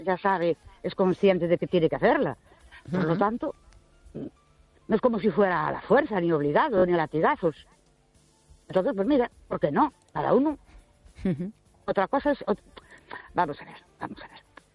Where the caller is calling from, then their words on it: Ourense, Galicia, Spain; Buenas noches. … de Ourense.